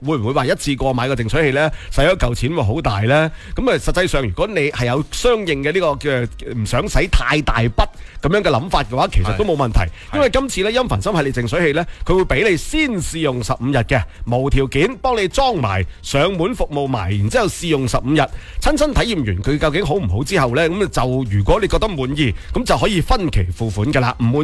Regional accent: Guangdong, China; 我哋广东人

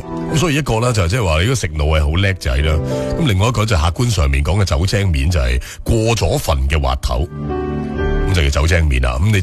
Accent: Guangdong, China; 我哋广东人

